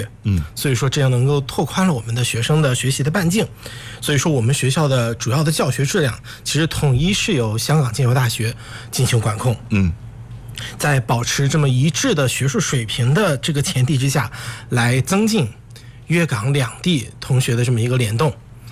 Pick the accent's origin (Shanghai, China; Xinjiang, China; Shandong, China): Shandong, China; Jinan; now in Zhuhai, China; 我也是济南人，